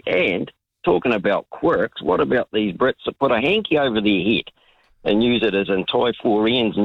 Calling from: New Zealand; I love being a Kiwi.

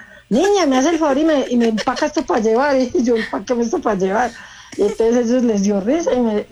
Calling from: Manizales, Caldas, Colombia; Yo soy de Manizales, Caldas.

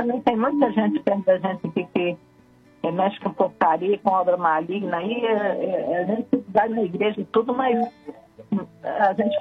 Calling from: Belo Horizonte, Minas Gerais, Brazil; Eu falo de Belo Horizonte.

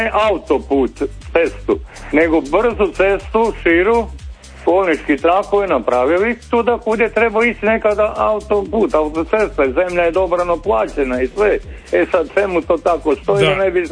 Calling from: Karlovac, Karlovac County, Croatia; kod nas u Karlovcu

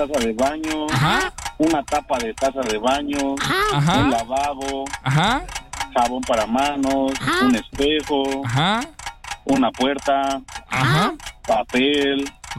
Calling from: Cuautitlán, State of Mexico, Mexico; De aquí, de Cuautitlán, Cali.

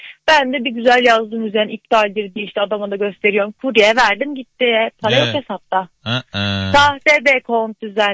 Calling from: Istanbul, Turkey; İstanbul'dan arıyorum.

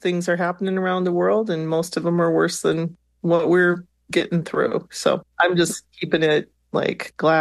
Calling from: Minneapolis, Minnesota, United States; I am joining you from Minneapolis, Kekabikang.

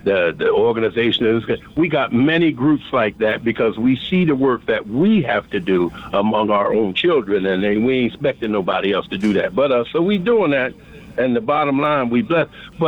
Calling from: Philadelphia, Pennsylvania, United States; No, I think … from Philadelphia.

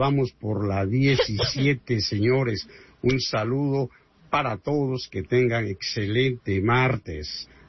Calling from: Mexico; eso es un orgullo para mí como mexicano

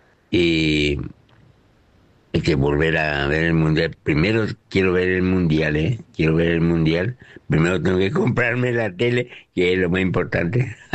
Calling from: Clorinda, Formosa, Argentina; de Clorinda, Formosa.

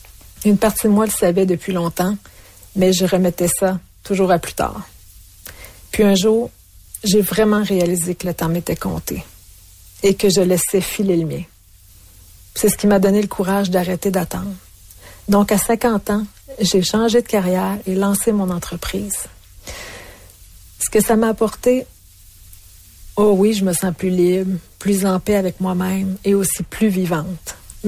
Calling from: Alberta, Canada; J'ai 51 ans et je vis en Alberta.

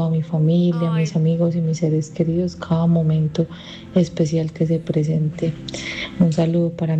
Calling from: Itagüí, Antioquia, Colombia; Les saluda … desde Itagüí.

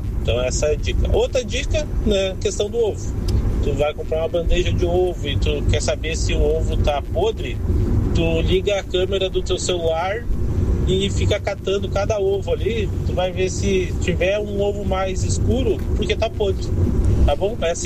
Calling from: São Leopoldo, Rio Grande do Sul, Brazil; sou de São Leopoldo, indo trabalhando em Hamburgo.

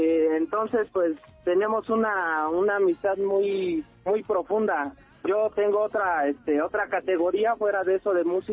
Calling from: Acolman, State of Mexico, Mexico; te hablo de aquí del municipio de Acolman.

